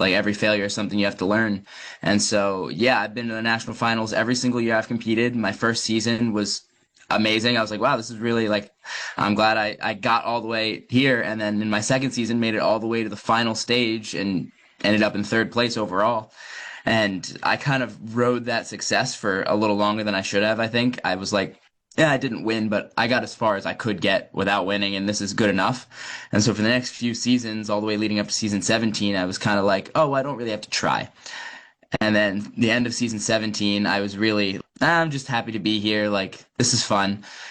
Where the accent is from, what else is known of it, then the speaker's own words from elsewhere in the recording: Morristown, United States; now in Connecticut, United States; Yeah, so I've lived in Morristown for almost my whole life. In January, I moved from Morristown up to Connecticut, where I work. But, yep, grew up my whole childhood in Morristown.